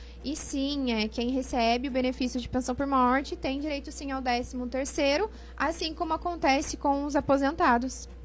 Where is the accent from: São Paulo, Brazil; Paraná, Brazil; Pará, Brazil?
São Paulo, Brazil; Pindamonhangaba; eu sou de Moreira também.